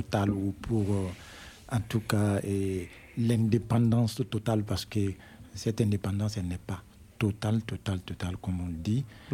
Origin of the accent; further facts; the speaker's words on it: Burkina Faso; chez nous, chez moi au Burkina Faso